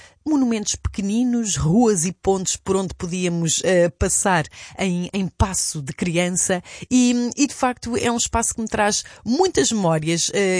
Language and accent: Portuguese; Leiria, Centro, Portugal; born there; porque eu sou de Leiria